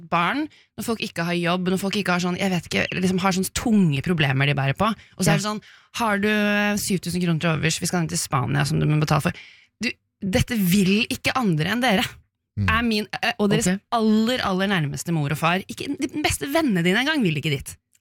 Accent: Oslo, Norway; For jeg er fra Oslo Vest, så der gifter man

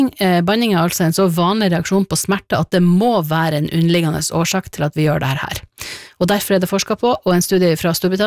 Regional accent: Northern Norway, Norway; jeg er jo nordlending

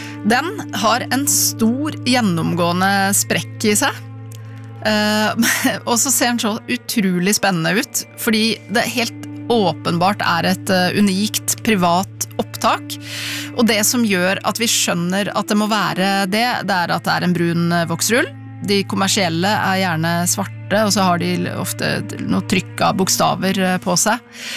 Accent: Miland, Vestfold og Telemark, Norway; Som sagt, jeg kommer fra Miland, og kjenner en del milendinger

